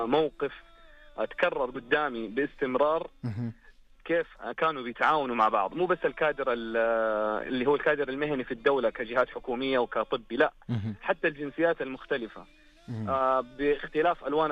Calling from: Mecca, Makkah Province, Saudi Arabia; مكة المكرمة.

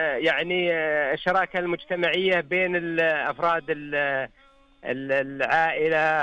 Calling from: Khobar, Eastern Province, Saudi Arabia; أكلمك من الخبر

